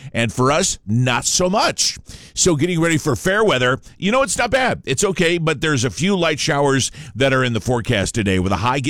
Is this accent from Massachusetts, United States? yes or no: no; South Dakota, United States; Yeah, I'm from Ellsworth Air Force Base originally.